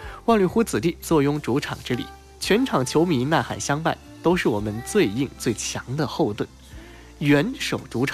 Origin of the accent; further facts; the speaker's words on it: China; 今天是我们中国人的节日